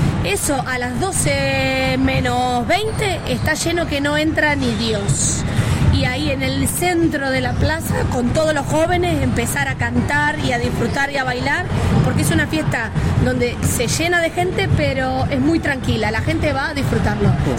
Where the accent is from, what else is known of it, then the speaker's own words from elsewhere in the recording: Argentina; now in San Sebastián, Spain; hay argentinos por toda Europa, por todo el mundo, y lo que tenemos los argentinos que nos une la bandera, ¿no?